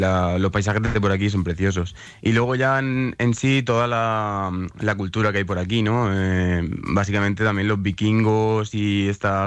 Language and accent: Spanish; Bigastro, Valencian Community, Spain; Sí, yo soy de Bigastro, no sé si lo conoceréis